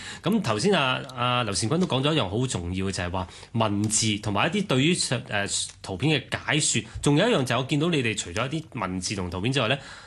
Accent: Hong Kong Island, Hong Kong; born there; 我細個就尤其是香港島咧

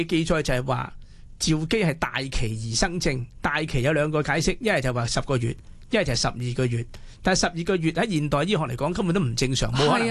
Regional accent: Hong Kong

